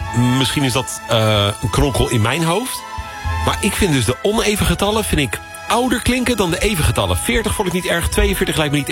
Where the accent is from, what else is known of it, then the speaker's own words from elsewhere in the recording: Netherlands; als Nederlanders